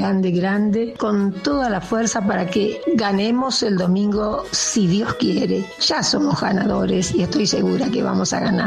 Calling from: San Martín, Buenos Aires Province, Argentina; de San Martín

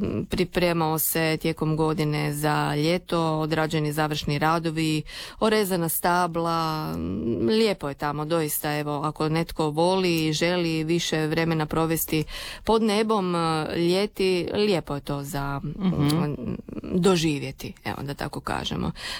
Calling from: Pula, Istria County, Croatia; Iz Pule mogu vam svima poželjeti samo lijep, ugodan i miran vikend.

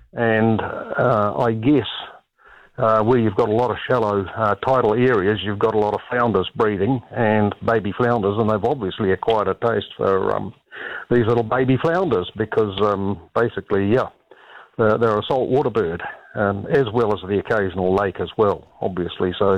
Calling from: Nelson, New Zealand; I'm speaking from Nelson, and if you ever come down our way, our neck of the woods

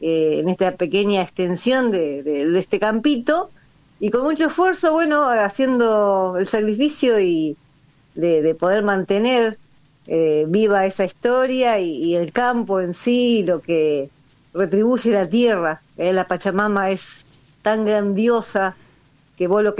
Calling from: General La Madrid, Buenos Aires Province, Argentina; soy una mujer rural de General La Madrid, provincia de Buenos Aires, una pequeña ciudad de aquí del sudoeste de la provincia. Estoy más o menos a unos 20 kilómetros de la planta urbana del pueblo y estoy viviendo en el campo sola

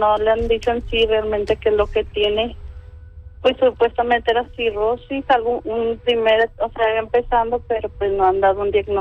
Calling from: Juárez, Nuevo León, Mexico; De acá, de Juárez.

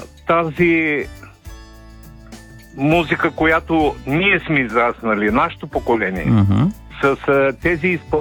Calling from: Kuklen, Plovdiv Province, Bulgaria; Живее местността Сайдере над град Куклин.

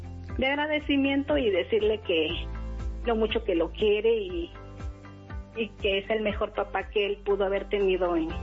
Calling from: Tlalnepantla, State of Mexico, Mexico; En Tlalnepantla.

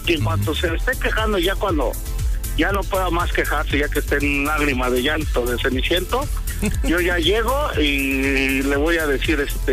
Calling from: Mexico; Yo estoy en Tlalpan, al lado del aeropuerto AIFA.

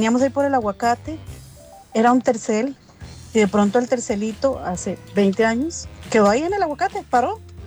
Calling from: San José, Costa Rica; mis padres viven en Quebrada Ganado, nosotros somos de San José.

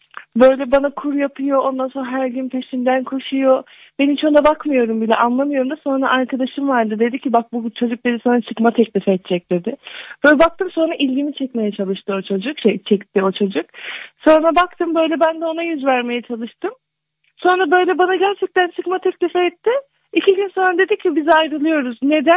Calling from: Çorlu, Tekirdağ, Turkey; Çorlu'dan arıyorum

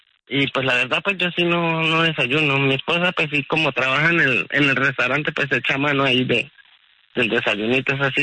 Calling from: Piedecuesta, Santander, Colombia; Yo vivo en Piedecuesta, en una vereda en Piedecuesta.

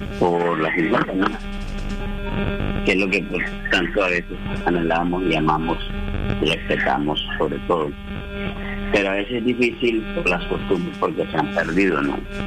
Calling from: Santa Marta, Magdalena, Colombia; Yo soy de Santa Marta, pero en una parcela, en una oficina, a unos 20 minutos del casco urbano, ¿no?

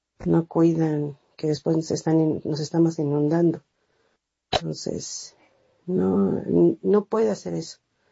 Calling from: Ecatepec, State of Mexico, Mexico; de Catepec.

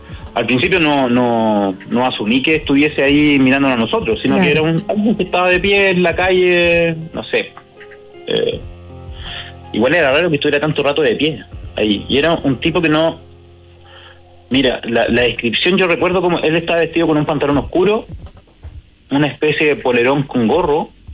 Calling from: Maipú, Santiago Metropolitan Region, Chile; De Maipú.

